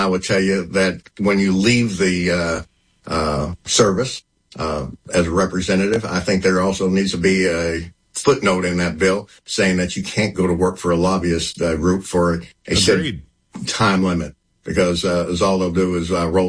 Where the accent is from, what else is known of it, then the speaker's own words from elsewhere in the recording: West Virginia, United States; I grew up primarily in West Virginia